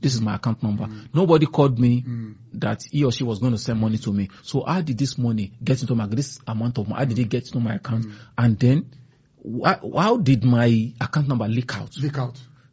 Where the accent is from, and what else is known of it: Nigeria